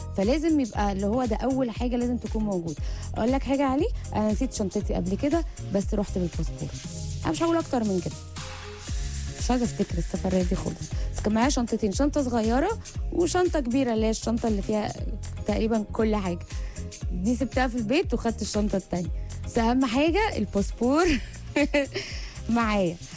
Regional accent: Egypt; احنا كمصريين

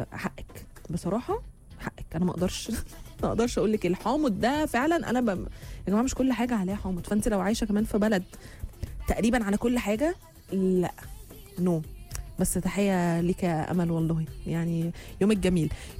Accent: Egypt; مرة في فرنسا جربت حاجة قالوا لي ده رز عندهم بس عندنا في مصر هو الكسكسي

